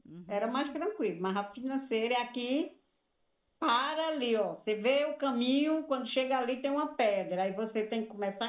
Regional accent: Massapê, Ceará, Brazil; now in Fortaleza, Brazil; lá da minha cidade, Massapê

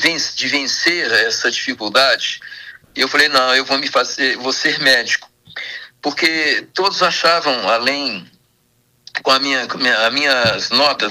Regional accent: Diamantina, Minas Gerais, Brazil; amo minha terra, amo Diamantina, amo a nossa região, daqui do Vale, Minas Gerais. Eu sou extremamente sensível ao lugar onde nascemos e fomos criados

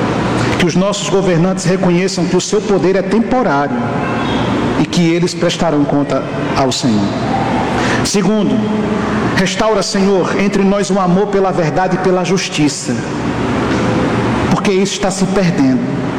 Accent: Brazil; Nós somos brasileiros por providência.

